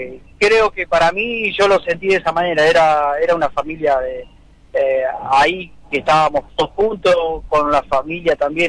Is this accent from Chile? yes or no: no; Isla Verde, Córdoba, Argentina; Yo soy de Isla Verde, Córdoba, un pueblito de 4.000 habitantes, al sur de Córdoba. Estamos limitando con Santa Fe y bueno, la ciudad más cercana es Corral de Bustos